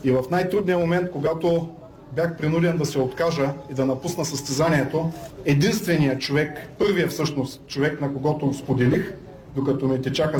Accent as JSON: {"language": "Bulgarian", "town": "Razgrad", "region": "Razgrad Province", "country": "Bulgaria", "tie": "born there", "also_born_or_lived": "Russia", "lives_now": "Varna, Bulgaria", "said": "Да, аз съм българин, хора. Нали? Роден съм в Разград, защото в Кубате нямало родилно отделение 67-ма година. След това съм живял в Русия до 86-та."}